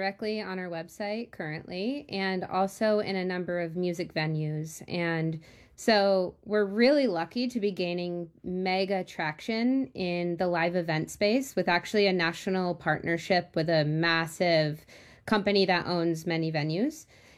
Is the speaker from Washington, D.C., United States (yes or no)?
no; Beekmantown, New York, United States; now in San Francisco, United States; I'm usually based in San Francisco, actually, but I'm in my hometown in Beekmantown, New York right now.